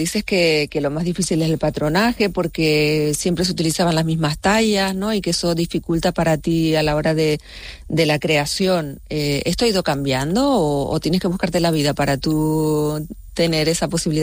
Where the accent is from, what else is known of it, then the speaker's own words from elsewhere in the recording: San Andrés y Sauces, Canary Islands, Spain; yo soy de San Andrés y Sauce.